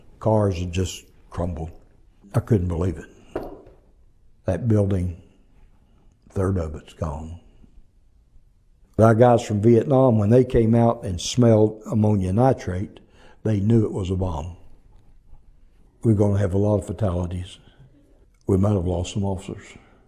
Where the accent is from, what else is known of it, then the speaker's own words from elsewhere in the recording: Arkansas, United States; I'm from Arkansas.